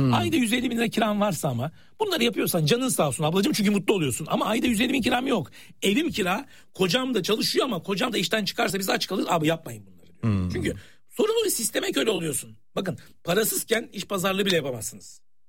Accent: Istanbul, Turkey; Balkan göçmeniyiz biz, çok çok eski İstanbulluyuz. 8 jenerasyon.

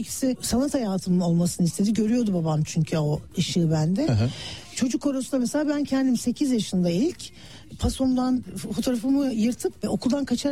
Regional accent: Istanbul, Turkey; Benim çocukluğum Yeşilçam sokağında geçti.

